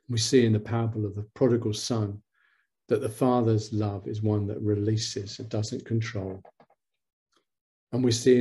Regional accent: London, United Kingdom; I grew up in London. I still am a Londoner, but South London was a bit edgy when I was growing up

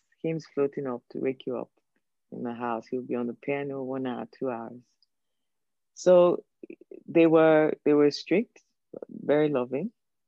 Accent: Lagos, Nigeria; it was a microcosm of Nigeria, people from everywhere

